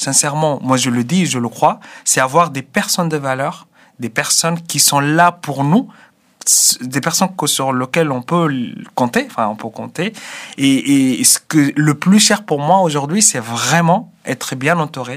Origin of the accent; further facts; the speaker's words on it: Sudan; now in France; Parce que quand je suis parti du Soudan, j'ai cherché deux choses. La liberté et la dignité.